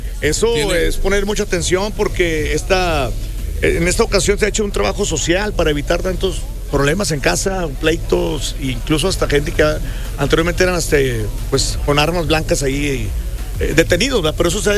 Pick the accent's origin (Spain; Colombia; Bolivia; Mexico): Mexico; Guadalupe, Nuevo León; yo soy aquí de Guadalupe